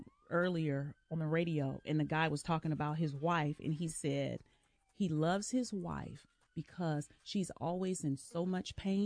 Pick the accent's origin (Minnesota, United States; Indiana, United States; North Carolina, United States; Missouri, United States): North Carolina, United States; Stedman; now in Rock Hill, United States; I'm from Stedman, North Carolina.